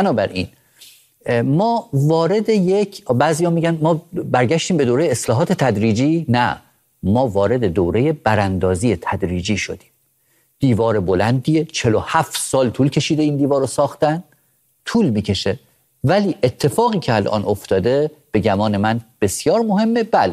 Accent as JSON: {"language": "Persian", "country": "Iran"}